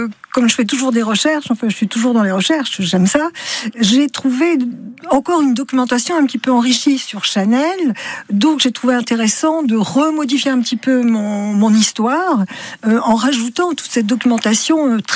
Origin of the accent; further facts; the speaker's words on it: Pau, Nouvelle-Aquitaine, France; born there; Oui, je suis née à Pau, j'ai besoin de l'air du sud-ouest, des montagnes, de très beaux paysages